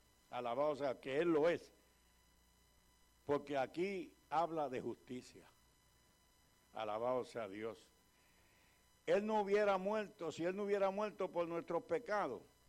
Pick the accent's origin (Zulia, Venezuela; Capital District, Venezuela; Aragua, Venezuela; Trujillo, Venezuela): Aragua, Venezuela; Cagua; En mi barrio, porque yo soy de barrio, soy de Campo Alegre, de Cagua, y allí la gente vivía a base de dichos y de refranes